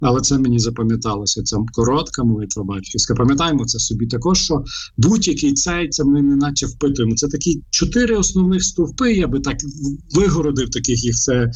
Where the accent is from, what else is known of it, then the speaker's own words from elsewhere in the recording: Lviv, Lviv Oblast, Ukraine; я зростав у Львові